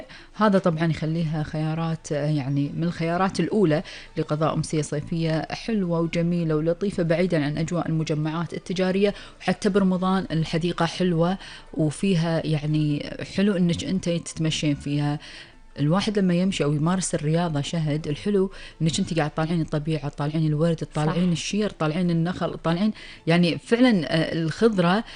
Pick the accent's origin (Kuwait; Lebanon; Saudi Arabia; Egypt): Kuwait; ديرتنا الحبيبة الكويت